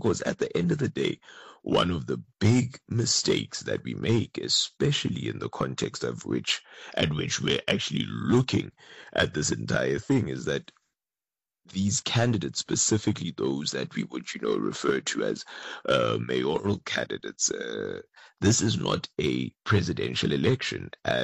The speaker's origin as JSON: {"language": "English", "country": "South Africa", "said": "as South Africans"}